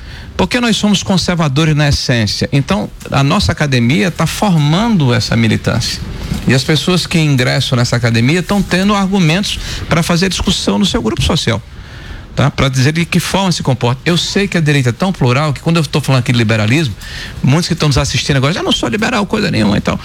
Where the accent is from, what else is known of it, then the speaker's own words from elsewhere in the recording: Rio Grande do Norte, Brazil; O cidadão que mora no interior, Jucurutu, lá do meu estado, um abraço para Jucurutu.